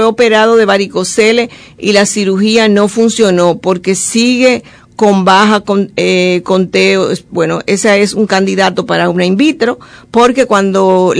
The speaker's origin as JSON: {"language": "Spanish", "country": "Dominican Republic", "also_born_or_lived": "Spain", "moved": "yes", "said": "esos somos los dominicanos, por eso somos dominicanos, por ser tan joviales"}